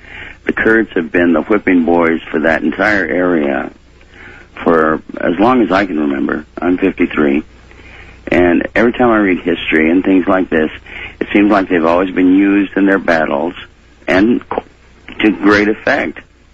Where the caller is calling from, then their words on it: Lake Elsinore, California, United States; from Lake Elsinore, California.